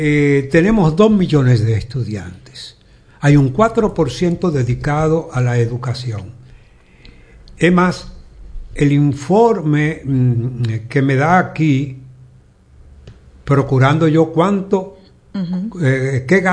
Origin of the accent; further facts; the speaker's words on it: Dominican Republic; somos todos los dominicanos y dominicanas